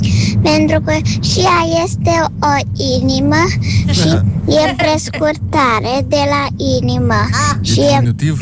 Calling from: Brașov, Brașov County, Romania; din Brașov, am 6 ani

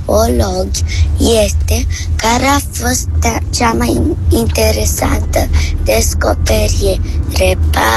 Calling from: Bucharest, Romania; din București. Am 4 ani.

